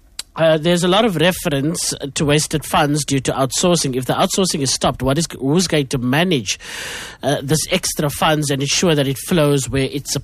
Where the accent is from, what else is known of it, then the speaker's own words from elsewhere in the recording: Cape Town, Western Cape, South Africa; moved away; I come from Bontheville, where gang violence was an everyday lived reality. I no longer live there, but I know it all too well.